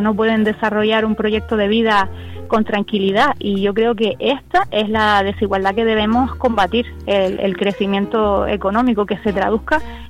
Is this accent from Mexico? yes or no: no; Lanzarote, Canary Islands, Spain; ¿Qué me gustaría lograr? Pues mira, no solo para mi tierra, sino para Canarias en general.